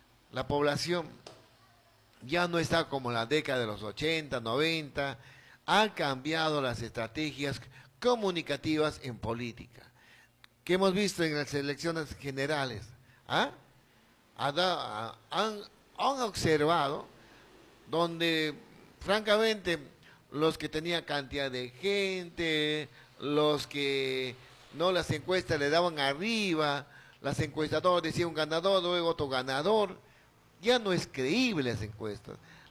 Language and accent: Spanish; Ucayali, Peru; como ucayalinos, como peruanos